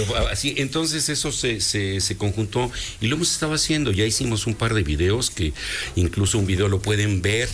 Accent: Puebla, Mexico; la intención es un grupo de cantantes poblanos

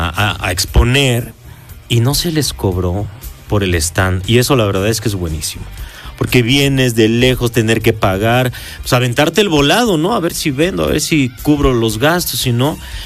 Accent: Mexico; Y luego, como buen mexicano, dejamos todo al último.

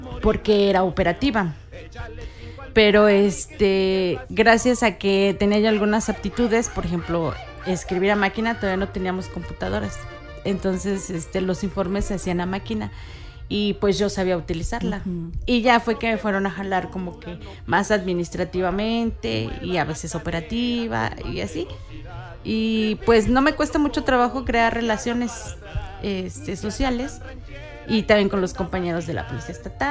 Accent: Teziutlán, Puebla, Mexico; yo soy de aquí de Teziutlán.

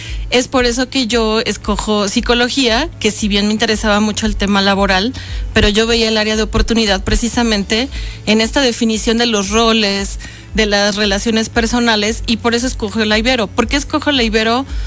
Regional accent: Puebla, Mexico; also born or lived in Mexico City; pues sí, llegué muy chica, 8 o 9 años, ya digo que yo soy poblana adoptada, entonces, pero o sea, nací en Ciudad de México.

